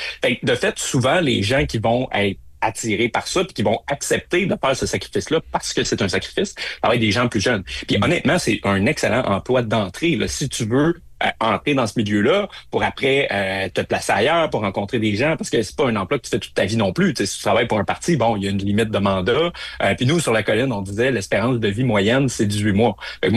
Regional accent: Quebec City, Quebec, Canada; Bon, moi je viens de Québec, ça me dérange pas

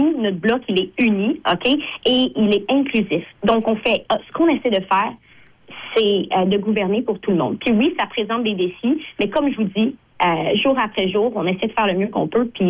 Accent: Lavaltrie, Quebec, Canada; now in Joliette, Canada; je suis une fille de la Nature. J'ai grandi à Lavaltrie. J'habite à Joliette. Je suis une francophone assumée, fière de l'être.

